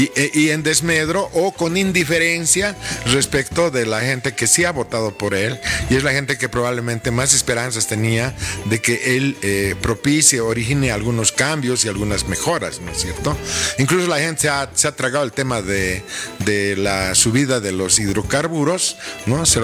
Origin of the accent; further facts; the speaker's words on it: La Paz, Bolivia; yo soy paseño de Cepa, he nacido en La Paz, he vivido en La Paz, nunca me he ido a vivir a ningún otro lado, excepto de vacaciones, por unos días, digamos. Entonces soy muy, muy, muy paseño.